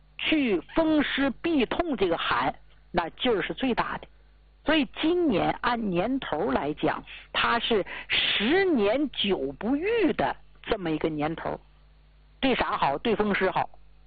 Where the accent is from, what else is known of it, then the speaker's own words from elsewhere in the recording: Northeast China, China; 咱们东北人不知道吗？